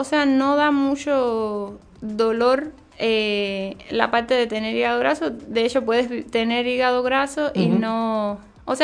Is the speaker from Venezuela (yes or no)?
no; Cuba; moved away as an adult; now in Mexico; yo no soy mexicana, yo vengo de Cuba, estudié, o sea, estudié allá en Cuba la carrera, hice 2 años de medicina interna allá y acá hice una maestría, 2 años en ciencias de la nutrición.